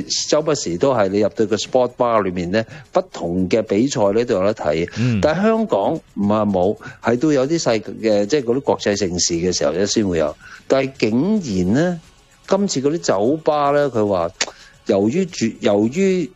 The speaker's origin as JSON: {"language": "Cantonese", "country": "China", "said": "几有我哋中国人嗰种传统嘅文化、"}